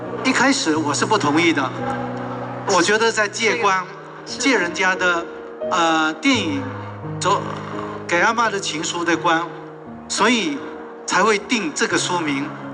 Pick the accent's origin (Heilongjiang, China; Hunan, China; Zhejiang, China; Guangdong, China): Guangdong, China; Chaoshan; now in Beijing, China; 10年前60岁了，我觉得我应该给家乡多做一点事情，于是邀请了伦伦和环挺，我们三个人同届，然后他们回潮汕，我上北京